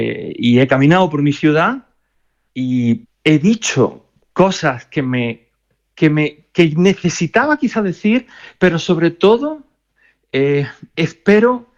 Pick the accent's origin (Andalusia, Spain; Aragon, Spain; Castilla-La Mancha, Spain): Andalusia, Spain; western Granada province; la ciudad de Granada, que es la ciudad, pues, de la que yo soy, ¿no? Aunque me crié en un pequeño pueblo del poniente granadino, muy cercano a la raya de Córdoba, pues soy granadino